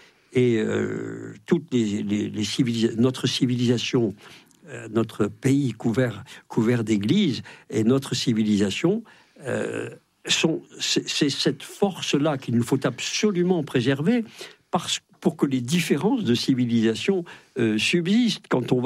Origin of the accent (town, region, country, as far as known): France